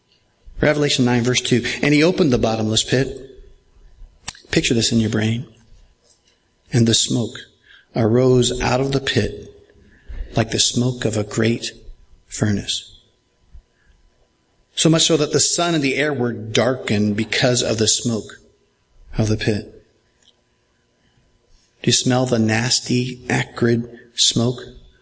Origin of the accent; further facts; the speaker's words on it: Kansas City, United States; I grew up in Kansas City